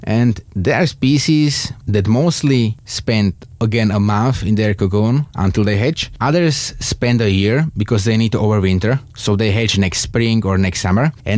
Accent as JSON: {"language": "English", "town": "Biely Kostol", "region": "Trnava Region", "country": "Slovakia", "said": "I'm from Bielý Kostol in Slovakia."}